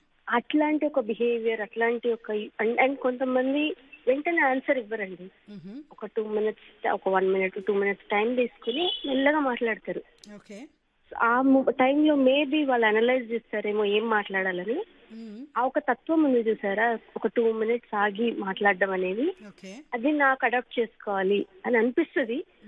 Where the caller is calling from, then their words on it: Hyderabad, Telangana, India; హైదరాబాద్ నుంచి.